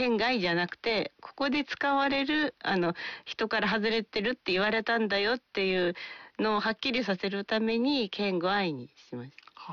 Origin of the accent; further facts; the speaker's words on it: Otaru, Hokkaido, Japan; 私の生まれ故郷の小樽